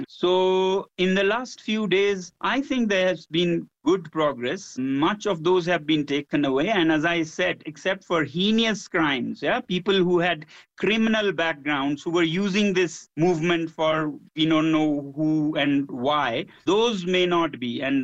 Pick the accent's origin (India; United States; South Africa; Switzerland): India; Ladakh; Normally, because I come from Ladakh